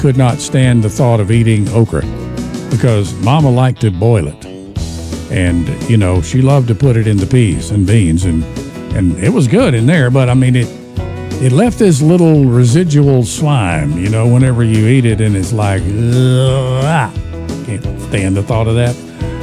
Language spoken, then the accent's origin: English; the South, United States; because I'm a Southerner.